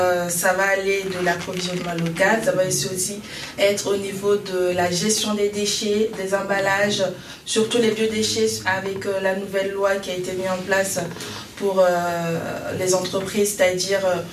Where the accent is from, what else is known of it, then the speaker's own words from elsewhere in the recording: Voves, Centre-Val de Loire, France; je suis de l'Eure-et-Loire, plutôt à Voves, mais je travaille à Chartres.